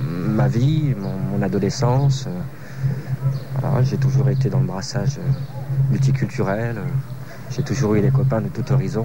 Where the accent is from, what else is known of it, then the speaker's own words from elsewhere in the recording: Lyon, Auvergne-Rhône-Alpes, France; now in La Rochelle, France; Moi, je suis un Lyonnais. Je suis né à Lyon. J'ai grandi à Lyon. Et voilà, je suis issu de ce qu'on appelle une double culture. Mes parents sont algériens. L'Algérie, c'est pas un pays que je ne connais pas. Au contraire, c'est un pays que je connais très bien.